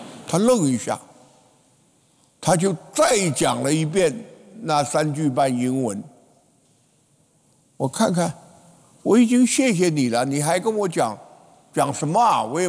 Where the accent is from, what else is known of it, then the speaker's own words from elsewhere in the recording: Taiwan; 我们台湾人。